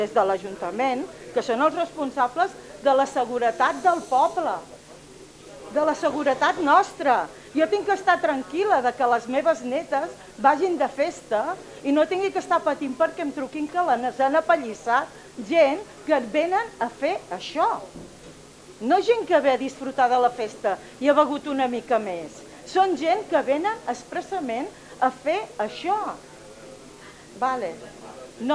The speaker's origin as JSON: {"language": "Catalan", "town": "Mataró", "region": "Catalonia", "country": "Spain", "tie": "born there", "moved": "yes", "said": "Jo porto 30 anys visquent aquí. Jo no he nascut aquí, he nascut a Mataró."}